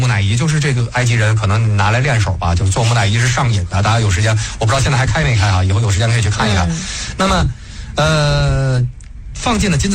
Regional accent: China; 我们中国人修了多少桥啊

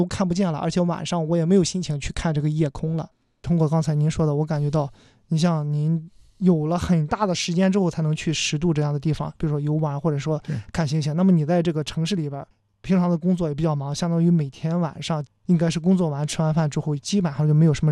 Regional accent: Shandong, China; moved away; 我小时候也是在我们山东老家晚上看到过银河

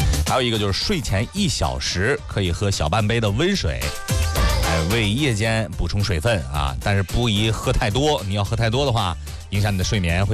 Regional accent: China; 我们中国人喝冰水呢是比较少的。

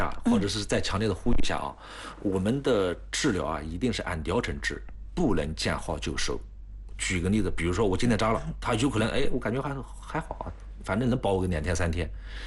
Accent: China

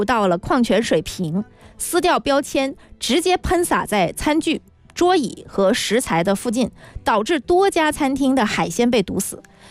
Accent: Guangdong, China; 作为广东人，再次感受到了洗这个餐前这个冲碗的这个重要性啊。

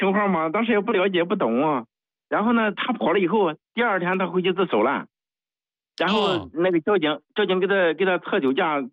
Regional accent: Shandong, China; 我就是从我们老家到青岛市里，正合适是130多公里吧。

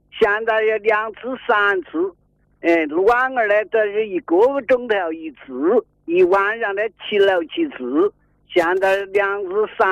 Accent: Lianhu, Hubei, China; 我是蕲春县莲湖镇人。

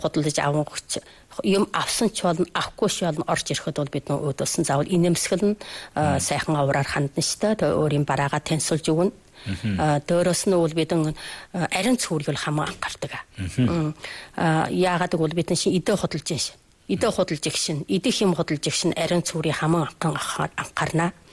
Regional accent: Inner Mongolia, China

